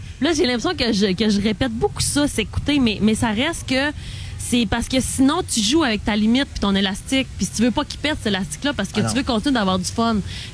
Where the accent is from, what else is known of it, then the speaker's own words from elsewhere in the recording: Dolbeau-Mistassini, Quebec, Canada; chez moi, à Dolbeau-Mistassini.